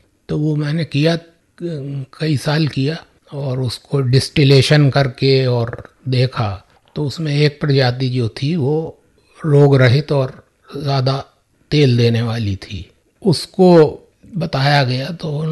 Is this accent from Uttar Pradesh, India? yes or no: yes; Moradabad district, Uttar Pradesh, India; now in Rampur, India; मेरा गांव जहाँ खेती है, ग्राम नगलिया जट